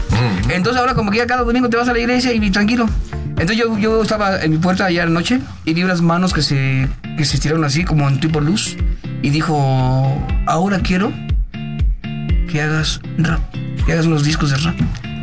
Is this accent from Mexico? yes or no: yes; Michoacán, Mexico; moved away; also born or lived in Toluca; Yo era un delincuente de los perros de Toluca, soy de origen michoacano.